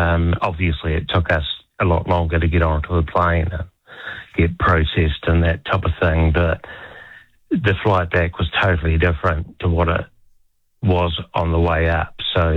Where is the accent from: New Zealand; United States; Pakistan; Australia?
New Zealand; being a Kiwi back in those days